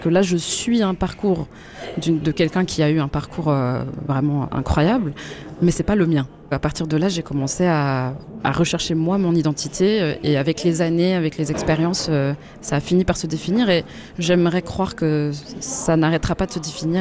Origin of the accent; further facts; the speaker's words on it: Switzerland; Je suis belge et congolaise de sang, mais j'ai grandi en Suisse toute ma vie.